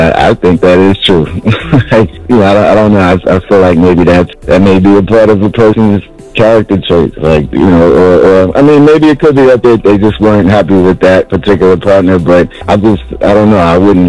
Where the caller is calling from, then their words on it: Hempstead, New York, United States; I'm calling from Hempstead.